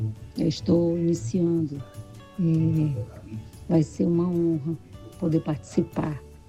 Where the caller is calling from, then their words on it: Fortaleza, Ceará, Brazil; sou aqui de Fortaleza, do bairro de Messejana